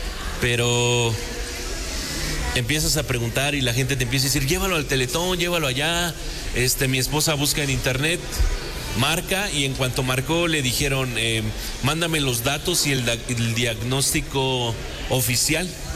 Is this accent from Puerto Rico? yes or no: no; Tlatlapanala, Puebla, Mexico; moved away as an adult; No, nosotros venimos de la Sierra Norte, un lugar que se llama Tlatlapanala. Ya nos quedamos aquí todo el año.